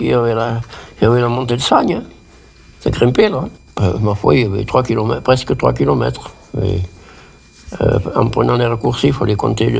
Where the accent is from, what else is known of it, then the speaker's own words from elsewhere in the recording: Auvergne-Rhône-Alpes, France; je suis allé à l'école, à la justice.